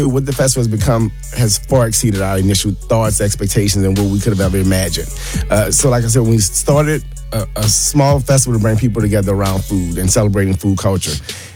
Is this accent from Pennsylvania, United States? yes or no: no; New Orleans, Louisiana, United States; Born and raised in New Orleans.